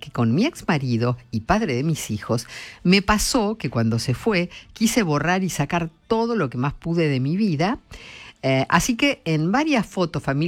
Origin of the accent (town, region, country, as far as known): Colonia Ensayo, Entre Ríos, Argentina